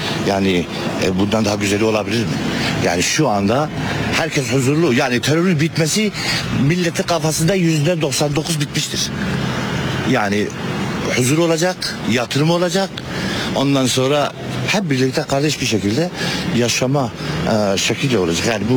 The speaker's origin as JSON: {"language": "Turkish", "region": "Mardin", "country": "Turkey", "said": "Çünkü İstanbul'daki insan, ben burada Mardinliyim."}